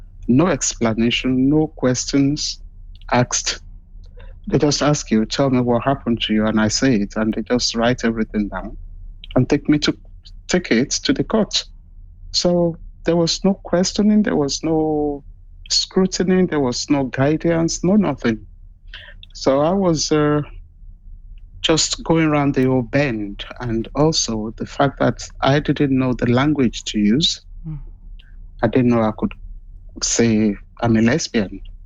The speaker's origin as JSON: {"language": "English", "country": "Nigeria", "moved": "as an adult", "lives_now": "United Kingdom", "said": "I come from Nigeria"}